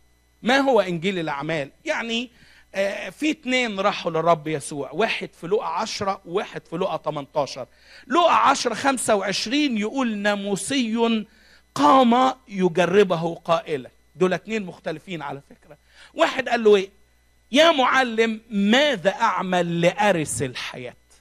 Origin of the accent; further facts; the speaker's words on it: Egypt; عندنا في مصر